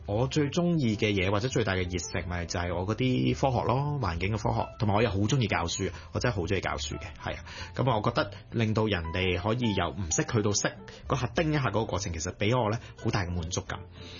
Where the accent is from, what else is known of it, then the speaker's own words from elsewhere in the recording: Hong Kong; also born or lived in United States; 香港呢笪地方，我土生土長嘅地方。